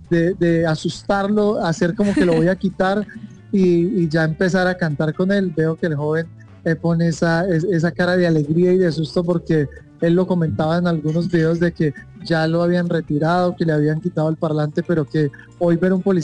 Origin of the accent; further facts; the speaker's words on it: La Tebaida, Quindío, Colombia; un profesor de la Tebaida Quindío, de donde soy oriundo